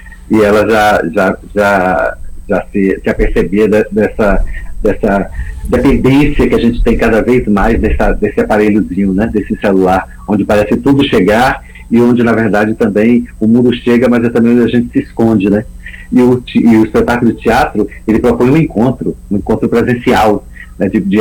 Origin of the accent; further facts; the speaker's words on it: Prado, Bahia, Brazil; moved away; na minha infância, eu morava no interior, né, sou de Prado, extremo sul da Bahia, que era um lugar pequeno